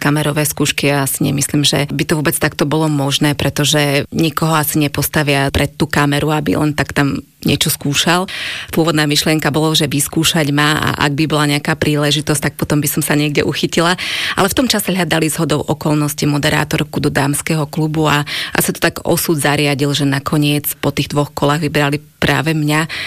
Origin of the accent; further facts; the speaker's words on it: eastern Slovakia, Slovakia; som z východu a samozrejme tá slovenčina naša je veľmi krásny jazyk, ale pre nás východňarov niekedy je taký zapeklistý.